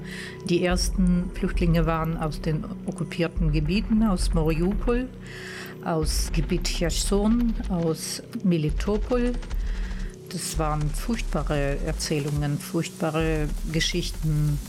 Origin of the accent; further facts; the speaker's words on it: Russia; German is a second language; now in Germany; Ich fühle mich schuldig für dieses Krieg, weil ich Russin bin. Aber lange Jahre in Deutschland, also geben mir recht, mich nicht als Russin mehr zu empfinden. Also ich bin auch keine Russin, ich habe nur deutschen Pass.